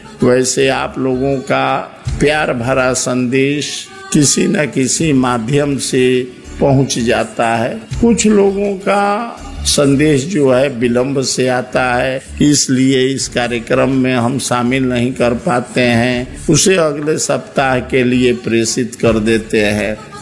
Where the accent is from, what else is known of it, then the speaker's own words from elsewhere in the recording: Gopalganj, Bihar, India; हमारा जिला जो है कृषि प्रधान जिला है जिसमें 95% से अधिक लोग जो है खेती बाड़ी से जुड़े हुए हैं